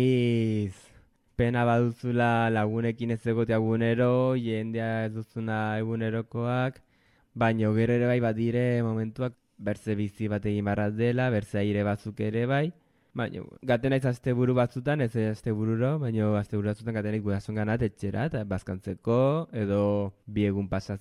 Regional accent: Elizondo, Navarre, Spain; also born or lived in Pamplona / Cambo-les-Bains / Mexico; now in Urcuit, France; Elizondokoa naiz, 28 urte ditut, eta orain Urketan bizi naiz. Urte hauetan, Elizondotik gero pastu nintzen Iruñarat, eta Iruñatik Kanborat, eta bukatut Urketan.

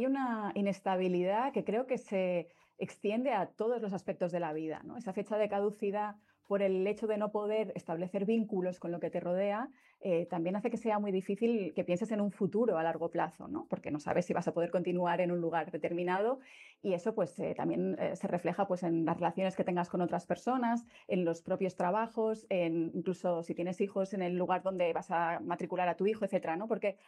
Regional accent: Balearic Islands, Spain; now in Barcelona, Spain; las múltiples casas en las que he vivido más de 10 en 30 años desde que llegué a Barcelona desde Mallorca.

